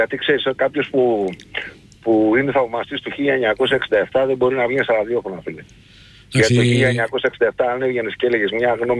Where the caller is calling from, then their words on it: London, United Kingdom; από Λονδίνο.